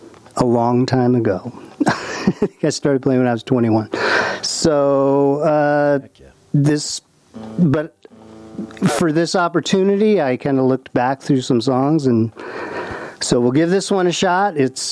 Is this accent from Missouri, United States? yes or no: no; Martinez, California, United States; now in Redmond, Oregon, United States; I originally grew up in the Bay Area of Martinez, but moved up to Central Oregon maybe in 98.